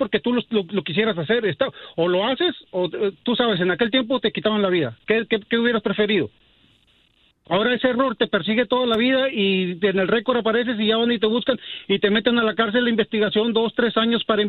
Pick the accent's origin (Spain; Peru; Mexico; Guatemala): Mexico; yo soy mexicano, pero mi esposa es del Salvador.